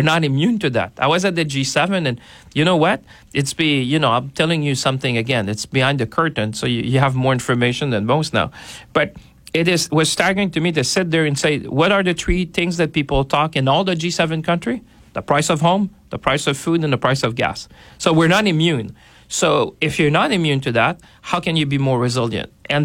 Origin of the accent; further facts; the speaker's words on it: Canada; I'm saying a big we as Canadian